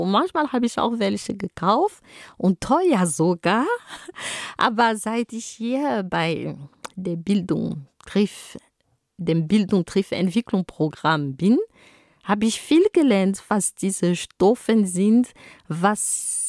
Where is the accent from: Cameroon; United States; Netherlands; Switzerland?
Cameroon; now in Germany; Und wo ich herkomme, in Kamerun, da haben wir eine besondere Art und Weise, uns anzuziehen. Und wir haben zum Beispiel die Wax-Kleidungen, also Kleidungen mit afrikanischen Muster.